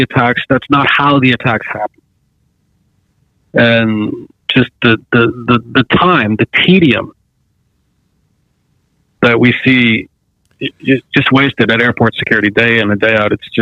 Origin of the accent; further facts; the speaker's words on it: Boston, Massachusetts, United States; here at my hometown airport, Boston Logan, where two of the four hijacked planes departed from, there's a beautiful 9/11 memorial.